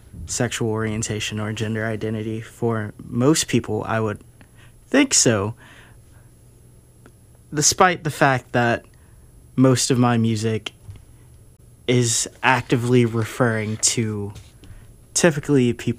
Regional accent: Valdosta, Georgia, United States; Growing up, I lived in South Georgia in a place called Valdosta.

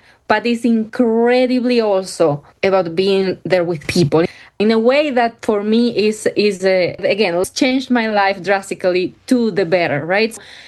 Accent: Cuba; moved away; I'm from Cuba

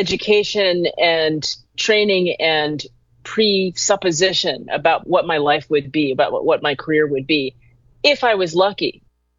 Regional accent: Greenville, United States; I was the youngest player in my hometown orchestra, the Greenville Symphony.

